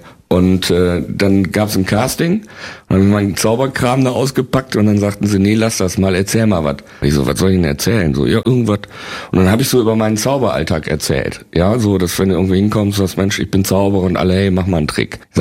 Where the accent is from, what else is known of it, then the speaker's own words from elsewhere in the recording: Bielefeld, North Rhine-Westphalia, Germany; Ich bin ja Bielefelder